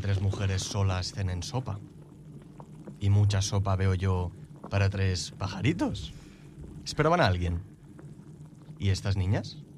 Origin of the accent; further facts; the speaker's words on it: León, Castile and León, Spain; Vengo de León. Y ahí comemos bien. Pero tengo que decir que la comida catalana me tiene cautivado.